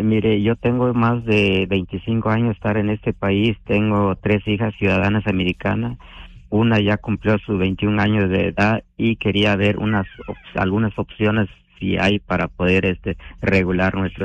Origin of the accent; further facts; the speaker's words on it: Guatemala; now in United States; Yo soy originario de Guatemala, mi padre ya falleció, nomás mi madre está en Guatemala.